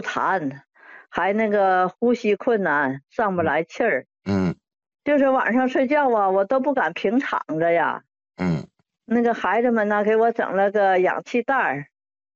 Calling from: Dalian, Liaoning, China; 我是大连的，今年呢72岁了，

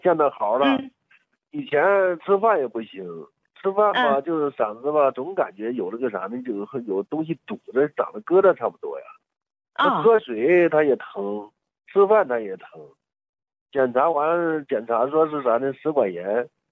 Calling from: Henan, China; 我是河南的。

